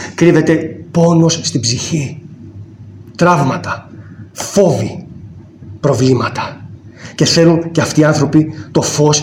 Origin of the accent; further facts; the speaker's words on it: Rhodes, South Aegean, Greece; moved away; also born or lived in Karpathos; εδώ στη Ρόδο, καθώς είμαι, μιας και είμαι ροδίτης.